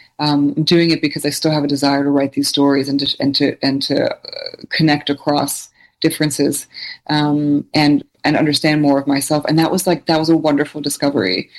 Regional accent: New Jersey, United States; the single mothers, single immigrant mothers I grew up with in New Jersey

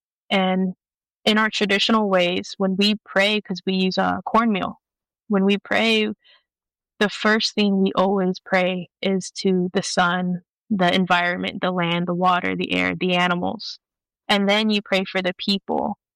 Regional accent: Acoma Pueblo, New Mexico, United States; So I'm from the Acoma Pueblo tribe, and that is in between Grants, New Mexico, and Albuquerque, the main city.

